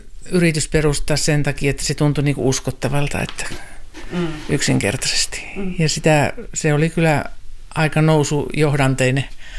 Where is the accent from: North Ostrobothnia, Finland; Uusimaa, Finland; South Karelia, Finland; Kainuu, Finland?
Kainuu, Finland; Sotkamo; also born or lived in Kajaani; Ja minun juuret alkoi syvästi Sotkamossa ja Sotkamon jymyissä, mutta aikuiselämä asunut Kajaanissa.